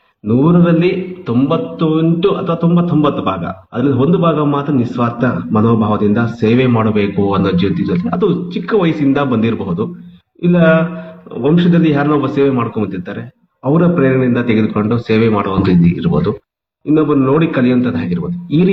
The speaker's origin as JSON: {"language": "Kannada", "town": "Kolar", "region": "Karnataka", "country": "India", "said": "ನಾನು ಮೂಲತಃ ಕೋಲಾರ."}